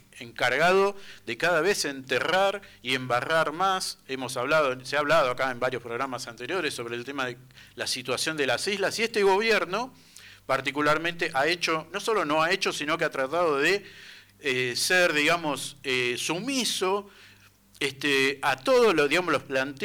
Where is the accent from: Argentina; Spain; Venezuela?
Argentina; nosotros, nuestro enemigo histórico, como pueblo argentino